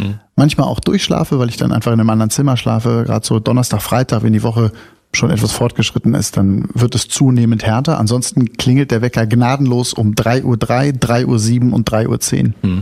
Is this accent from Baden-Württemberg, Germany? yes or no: no; North Rhine-Westphalia, Germany; now in Brandenburg, Germany; also gerade ich komme jetzt aus NRW, ne? Und da bin ich groß geworden und wenn dann die Leute sagen, ich sage dann, ich lebe in Brandenburg